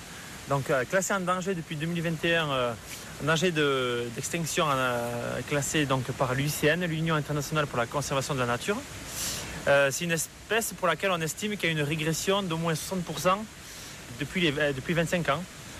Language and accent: French; Nouvelle-Aquitaine, France; Moi, en tant que Pyrénéen, moi, je suis originaire du Pays Basque.